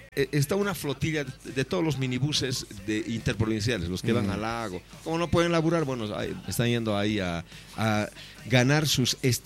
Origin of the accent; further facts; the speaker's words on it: Bolivia; Yo soy indígena quechua. Y achani palaita quechua. Pero saben... Bueno, habré venido a la ciudad, habré estudiado en la universidad, pero es otra cosa. Pero al fin y al cabo nuestras raíces son nuestras raíces.